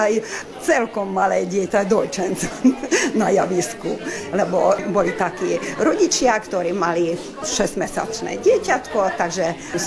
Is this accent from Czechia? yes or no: no; Hungary